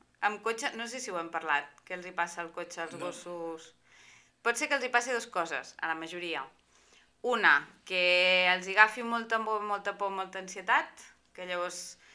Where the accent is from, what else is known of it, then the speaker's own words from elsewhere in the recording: Ripoll, Catalonia, Spain; moved away; Jo que sóc de Ripoll